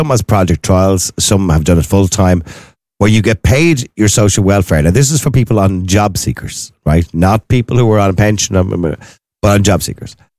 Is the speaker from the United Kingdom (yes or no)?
no; Ireland